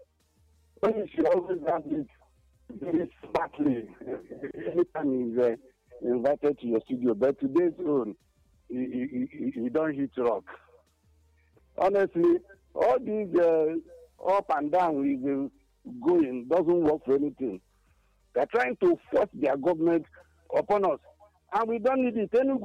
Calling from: Nigeria; Good evening. … I'm calling from Nigeria.

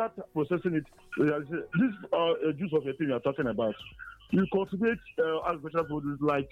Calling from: Nigeria; I'm regretting being a Nigerian.

